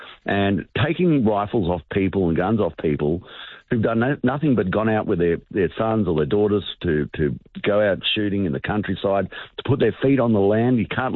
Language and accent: English; Australia; how I live as an Australian, a big part.